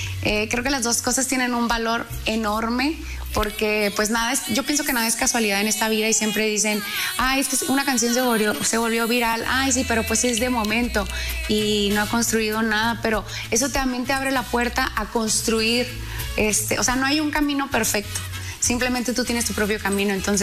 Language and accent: Spanish; Mexico